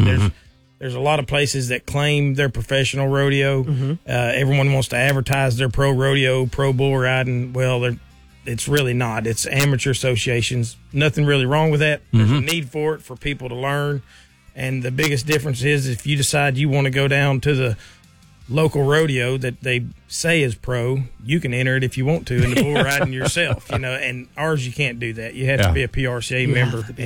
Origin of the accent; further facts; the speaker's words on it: Texas, United States; now in Ohio, United States; Well, our rodeo company is based out of Carrollton, Ohio now. Mm-hmm. Originally from Texas, but live in Ohio.